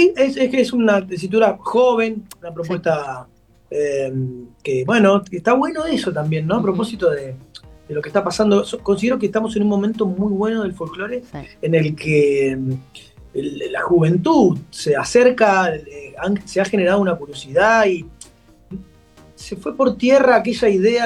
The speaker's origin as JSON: {"language": "Spanish", "country": "Argentina"}